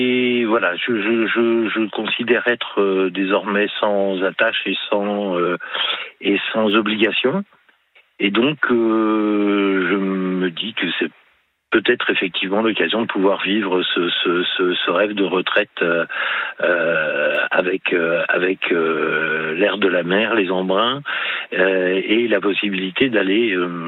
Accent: Palaiseau, Île-de-France, France; born there; now in Moselle, France; Moi, je suis d'origine en région parisienne.

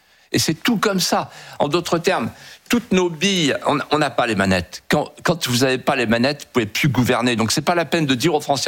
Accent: France; Je suis français, j'ai envie de rester français

